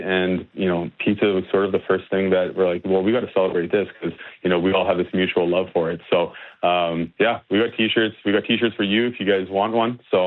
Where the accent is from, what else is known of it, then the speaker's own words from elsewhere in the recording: Regina, Saskatchewan, Canada; I grew up in Regina. All I knew was Regina.